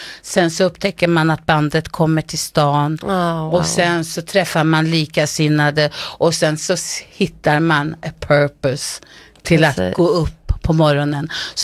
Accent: Vingåker, Södermanland, Sweden; Alltså, jag är uppvuxen i utanför Vingåker, men jag gick ju i skolan i Vingåker.

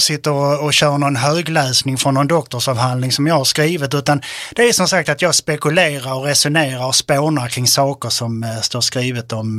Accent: Malmö, Skåne, Sweden; jag som gammal Malmöbo gör mina tankar kring Malmö

